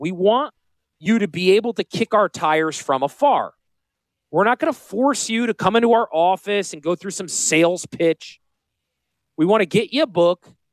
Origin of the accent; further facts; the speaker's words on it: Connecticut, United States; now in South Carolina, United States; I'm from Connecticut. I could say this. Look, you're amongst friends, but when I moved here, I was shocked at the degree of hospitality and openness that this state accepted me with, right?